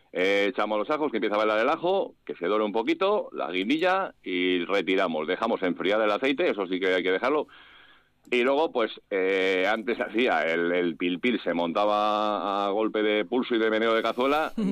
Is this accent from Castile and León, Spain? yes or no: yes; Castile and León, Spain; moved away; Sí, obligatorio que sea pico pardal de León. Sí. Pedro Sillano está muy bueno, pero yo me sigo quedando con el de mi tierra.